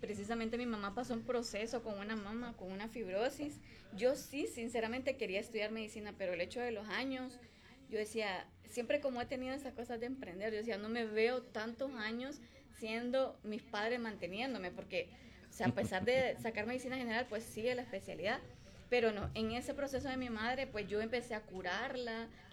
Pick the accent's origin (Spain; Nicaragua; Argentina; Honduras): Honduras; Ocotepeque; moved away as an adult; now in Tegucigalpa, Honduras; De mi maravilloso pueblo de Ocotepeque, pues, oriunda de allá, por obviamente situaciones de estudio, me vengo a Tegucigalpa, pero sí, una vida tranquila en Ocotepeque